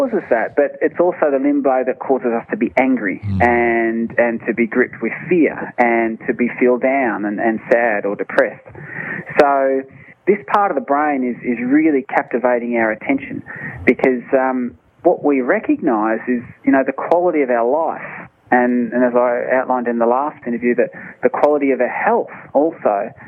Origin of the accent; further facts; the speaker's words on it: Australia; Now, I, being an Australian, we have a habit of, it excuses many ills, that one line, being an Australian.